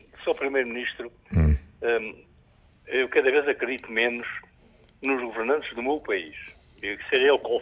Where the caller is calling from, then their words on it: Portugal; Eu sou de Portugal continental, sou português, não sou de Moscovo.